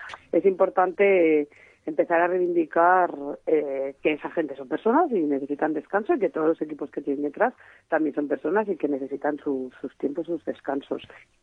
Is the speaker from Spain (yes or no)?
yes; Segorbe, Valencian Community, Spain; que yo soy de Segorbe, de Castellón